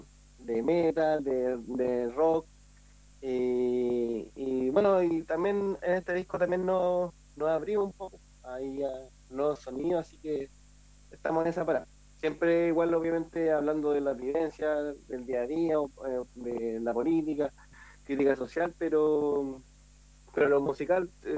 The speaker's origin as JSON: {"language": "Spanish", "town": "Viña del Mar", "region": "Valparaíso", "country": "Chile", "said": "somos aquí de los Cerros de Viña del Mar. Estamos representando nuestros barrios."}